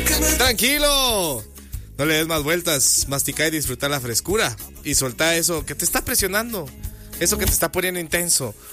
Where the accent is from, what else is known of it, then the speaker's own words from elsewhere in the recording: Guatemala; cada vez que te preguntan de dónde sos, siempre te dicen, ah, hostia, de Guatemala, Guatepeor, hostia.